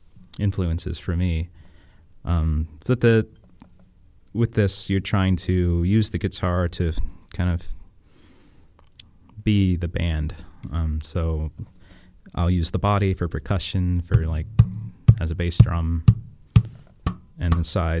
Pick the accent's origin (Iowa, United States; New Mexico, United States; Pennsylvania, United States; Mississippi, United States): Pennsylvania, United States; Clymer; also born or lived in Indiana, Pennsylvania / Washington, Pennsylvania; now in Pittsburgh, United States; Well, I'm originally from Indiana, Pennsylvania, home of IUP. Grew up in a little town called Clymer. And from there, moved to Washington, Pennsylvania. Now I live in Pittsburgh.